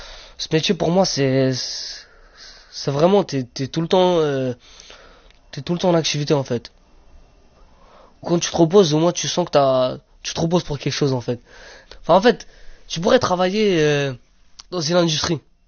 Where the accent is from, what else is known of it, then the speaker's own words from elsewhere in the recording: Romania; now in France; moi, en Roumanie, quand j'allais à l'école, je me demandais pas si j'étais Rome ou j'étais Roumain.